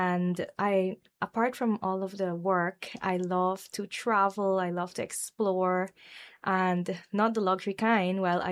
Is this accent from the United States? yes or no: no; Pakuri, Demerara-Mahaica, Guyana; Well, I'm from Pakuri, St. Cuthbert's Mission. That is the only titled village in Region 4. I was born there to my parents … I'm the third of five children. And I left the village